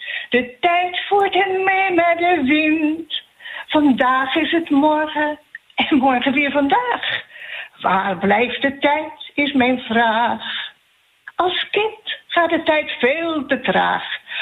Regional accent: North Holland, Netherlands; Je weet, ik kom zelf ook uit de Zaanstreek. En daar hebben we toch een beetje een band.

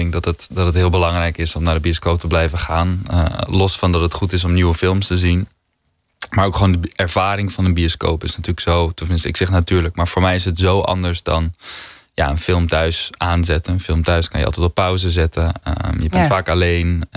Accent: Friesland, Netherlands; moved away as an adult; now in Amsterdam, Netherlands; Ik kom zelf uit Friesland. Dus ik ben sowieso opgegroeid. Ik wou niet zeggen op water, maar wel rondom water.

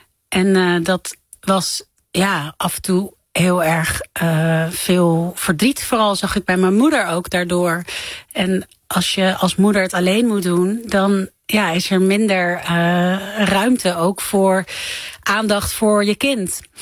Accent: Amsterdam, North Holland, Netherlands; Ik ben opgegroeid in Amsterdam-Noord. En dat is toch een buurt waar ook heel veel problemen zijn. Sociale problemen, veel laaggeletterdheid. Armoede, schulden achter de voordeur.

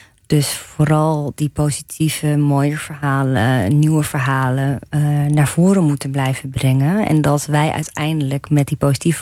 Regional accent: Netherlands

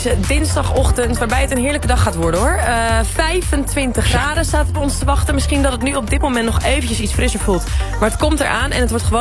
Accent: 's-Hertogenbosch, North Brabant, Netherlands; Ik heb deze zomer familie uit Nieuw-Zeeland op bezoek gehad in mijn thuisstad Den Bosch.

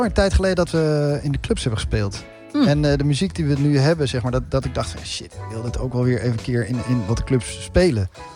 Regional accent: Haarlem, North Holland, Netherlands; Haarlem is toevallig mijn thuisstad.

